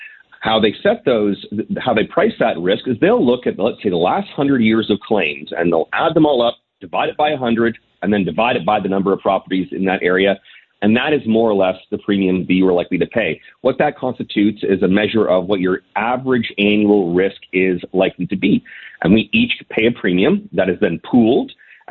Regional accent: Hamilton, Ontario, Canada; I'm from Hamilton, Ticats fan.

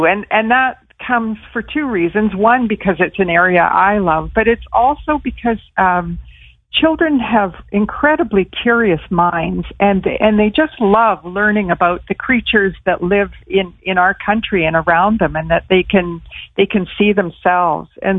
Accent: Moose Jaw, Saskatchewan, Canada; born there

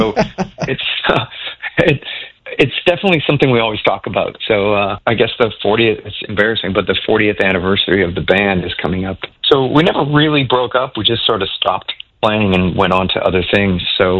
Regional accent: Regina, Saskatchewan, Canada; also born or lived in Moose Jaw; You know, because I was born in Moose Jaw, but pretty much grew up in Regina.

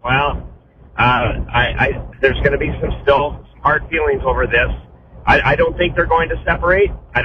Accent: Alberta, Canada; I'm originally from Alberta, and I understand the sentiment there. I was growing up in Alberta in the late 70s when separation was a serious discussion they were having at that time.

